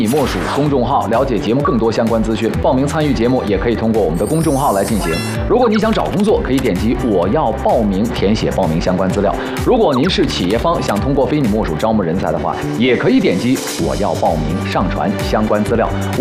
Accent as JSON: {"language": "Chinese", "region": "Northeast China", "country": "China", "said": "我也是东北人。"}